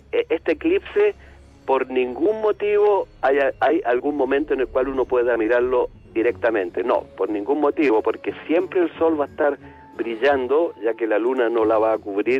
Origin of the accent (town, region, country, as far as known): Rengo, O'Higgins, Chile; born or raised there